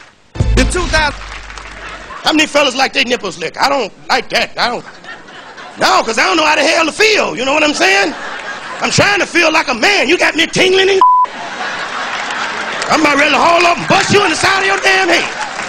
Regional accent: Chicago, Illinois, United States; I'm from the Midwest, I'm from Chicago. That's right, the Chi-Town where we party at.

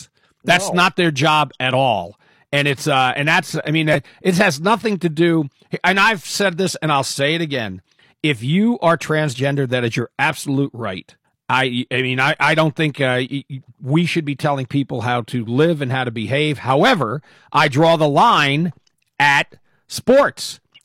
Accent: New Jersey, United States; Because I came from Jersey.

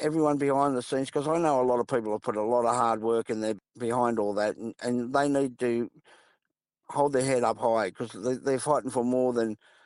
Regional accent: Sydney, New South Wales, Australia; We grew up in South Sydney, Redfern All Blacks we played for

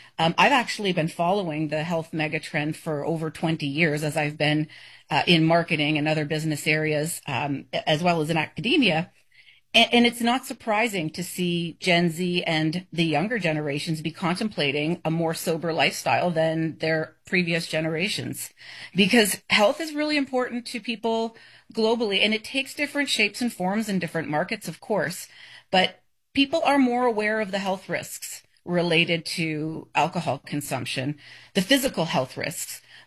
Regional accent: Canada; I'm from Canada

